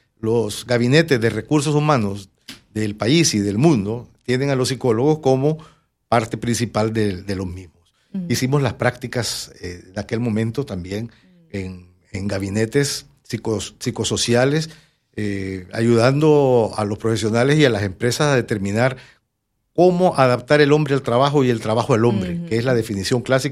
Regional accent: El Salvador; moved away as an adult; now in Panama; Después de graduarme de la escuela secundaria en mi país, El Salvador

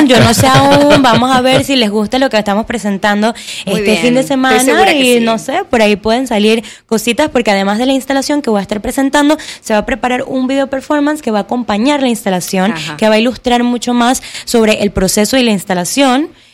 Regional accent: Panama; Yo tengo ya 7 años de estar trabajando aquí, yo soy panameña, también me preguntan bastante, yo soy panameña, soy artista plástica de tiempo completo

